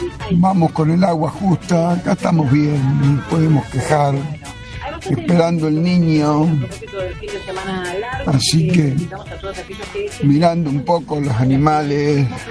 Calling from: Suipacha, Buenos Aires Province, Argentina; de Suipacha.

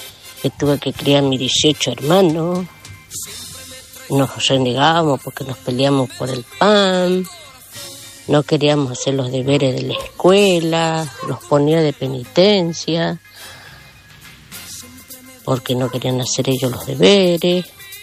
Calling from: Catamarca, Argentina; de Catamarca.

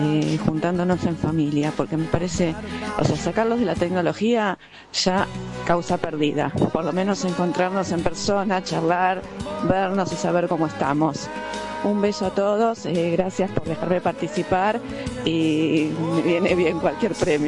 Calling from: Lanús, Buenos Aires Province, Argentina

